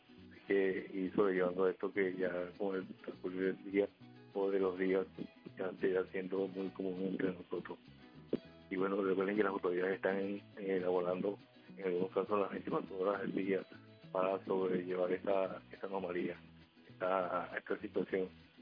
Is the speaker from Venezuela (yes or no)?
yes; Venezuela; nuestra preponderancia como venezolano